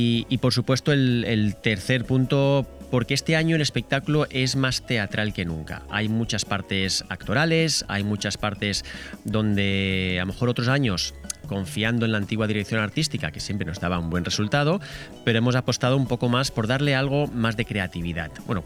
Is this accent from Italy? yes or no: yes; Italy; Spanish is a second language; que somos italianos.